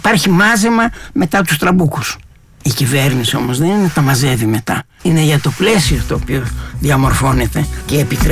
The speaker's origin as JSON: {"language": "Greek", "country": "Greece", "first_language": "Greek", "said": "είναι η γλώσσα μου, είναι η πατρίδα μου"}